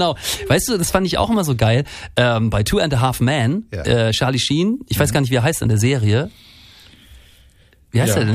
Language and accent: German; Northern Germany, Germany; Ich komme ja aus dem Norden, das gab's aber bei uns auch nicht, aber so Moor.